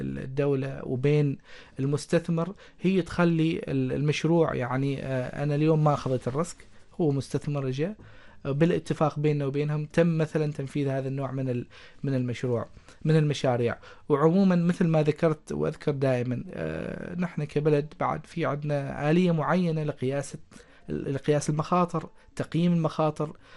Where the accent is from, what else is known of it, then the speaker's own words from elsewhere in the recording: Oman; عندنا في سلطنة عمان